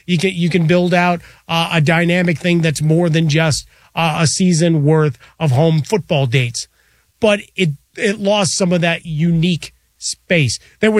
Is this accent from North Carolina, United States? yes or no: no; Chicago, Illinois, United States; born or raised there